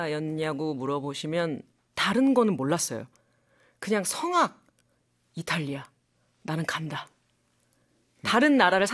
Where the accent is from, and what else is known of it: South Korea; moved away as an adult; also born or lived in Italy